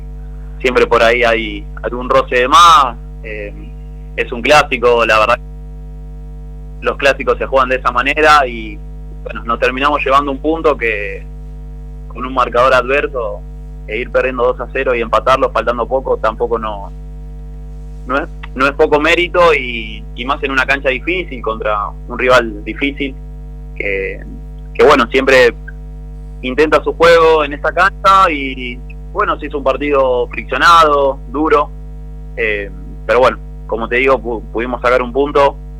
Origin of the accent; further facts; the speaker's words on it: Buenos Aires, Argentina; moved away as an adult; now in Rivadavia, Argentina; Es mi primera salida de Buenos Aires, yo siempre jugué allá